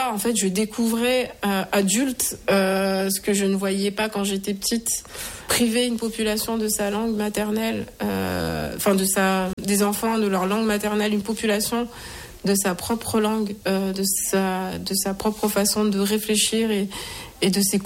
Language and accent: French; Dzaoudzi, Mayotte; arrivé en hélicoptère là, à la mairie de Dzaoudzi, là où j'ai grandi, mais en fait c'était un événement majeur, parce que tous les enfants, tout le monde était convié à aller l'accueillir.